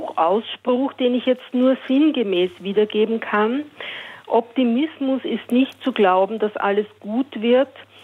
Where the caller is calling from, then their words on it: Austria; Ich bin Österreicherin, Jahrgang 1955.